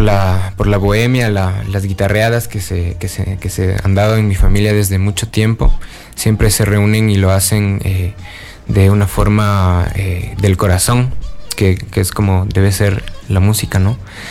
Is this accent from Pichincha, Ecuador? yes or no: yes; Quito, Pichincha, Ecuador; Bueno, mi familia paterna es de Ambato. Yo nací aquí en Quito.